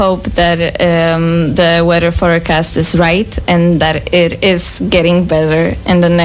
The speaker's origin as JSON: {"language": "English", "country": "Italy", "moved": "as an adult", "lives_now": "Dubrovnik, Croatia", "said": "I'm from Italy"}